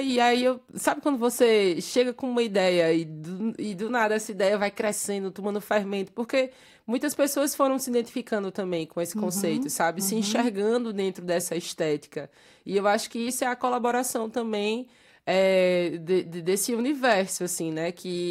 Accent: Northeast Region, Brazil

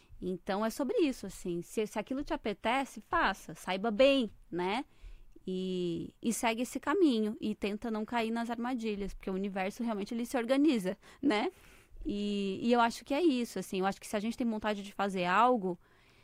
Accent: Criciúma, Santa Catarina, Brazil; now in Florianópolis, Brazil; Eu sou natural do sul de Santa Catarina, de uma cidade chamada Criciúma. Mas eu sou radicada em Floripa.

